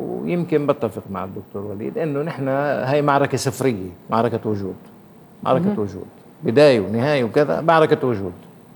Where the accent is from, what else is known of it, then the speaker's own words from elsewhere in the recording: Palestine; كفلسطينيين